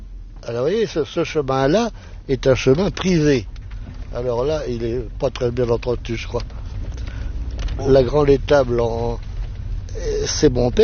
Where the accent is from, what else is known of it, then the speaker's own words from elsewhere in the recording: Paris, Île-de-France, France; born there; Mais non, je vous dis, je suis né à Paris, rue Cardinal-Lemoine, mais il n'y a pas encore de plaque sur la maison.